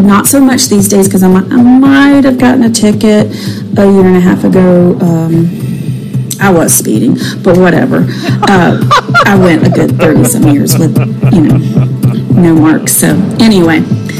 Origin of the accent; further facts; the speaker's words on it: the South, United States; the way we were raised in the South.